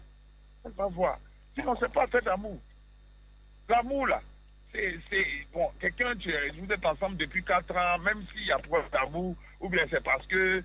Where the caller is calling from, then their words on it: Abidjan, Côte d’Ivoire; Oui, j'appelle d'Abidjan.